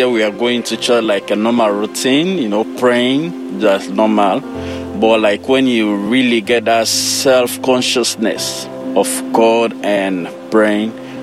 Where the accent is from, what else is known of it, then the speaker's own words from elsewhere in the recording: Sierra Leone; Well, I was born in Sierra Leone. I have a lot of sisters and brothers who are incredible and they are wonderful. Most of them are in Sierra Leone.